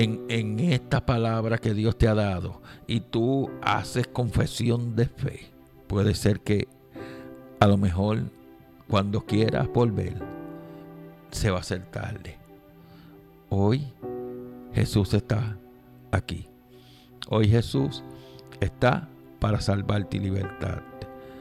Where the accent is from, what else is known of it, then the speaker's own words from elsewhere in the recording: Aguadilla, Puerto Rico; no porque sea de mi pueblo, Aguadilla, porque yo nací en ese Aguadilla lindo, hermoso